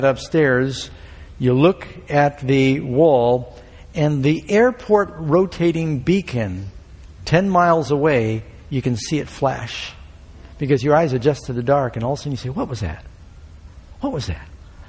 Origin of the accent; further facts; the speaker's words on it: New York City, New York, United States; moved away; I remember growing up in New York City